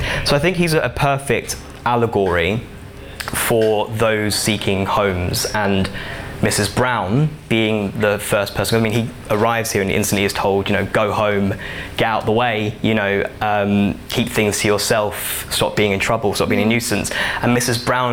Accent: Ilford, London, United Kingdom; Like, I'm from Ilford, so there's loads. It's a very strong South Asian base there.

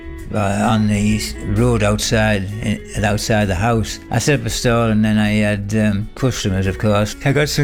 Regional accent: Norton, England, United Kingdom; moved away; I'm originally from Norton.

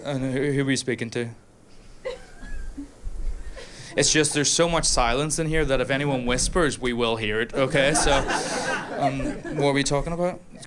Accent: Northern Ireland, United Kingdom; I am from Northern Ireland.

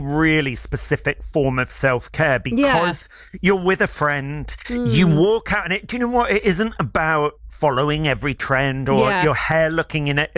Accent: South West England, United Kingdom; moved away as an adult; now in London, United Kingdom; I was brought up down in Somerset. I trained in Somerset.

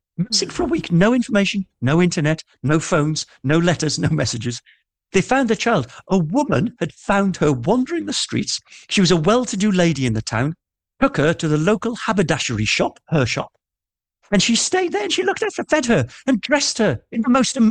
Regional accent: North Shields, North East England, United Kingdom; born or raised there

